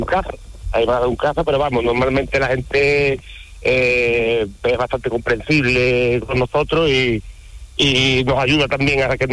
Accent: Vejer de la Frontera, Andalusia, Spain; Soy un Bejer de la Frontera, un maravilloso pueblo aquí de la provincia de Cádiz.

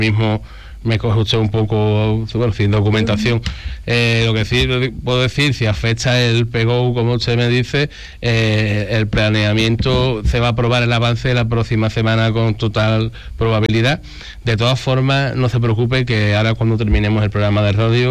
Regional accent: Arcos de la Frontera, Andalusia, Spain; de Arco de la Frontera, de mi pueblo

